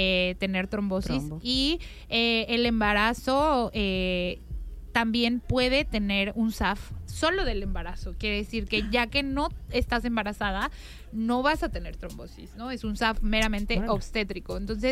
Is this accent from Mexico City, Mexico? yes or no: yes; Mexico City, Mexico; Sí, sí, sí. Yo soy de Ciudad de México, entonces yo me formé allá.